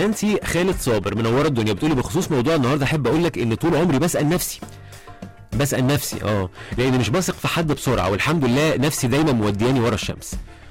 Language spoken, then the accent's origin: Arabic; Damietta, Damietta Governorate, Egypt; من دمياط، بمسي عليكم وعلى عم حسن ومحمد بصل ومحمد المطيري وابو عطايا.